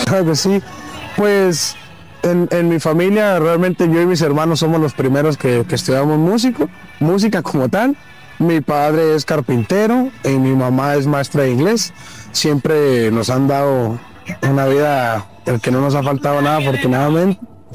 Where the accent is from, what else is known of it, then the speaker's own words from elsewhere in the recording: Tijuana, Baja California, Mexico; soy trompetista, soy tijuanense o californiano